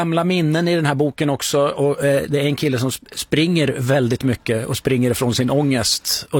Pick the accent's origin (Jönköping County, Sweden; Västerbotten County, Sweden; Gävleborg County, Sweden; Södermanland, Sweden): Gävleborg County, Sweden; Gävle; Det fanns ett uttryck i min hemstad Gävle